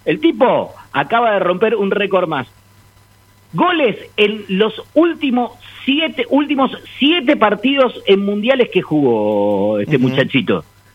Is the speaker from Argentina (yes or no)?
yes; Argentina; Yo soy argentino.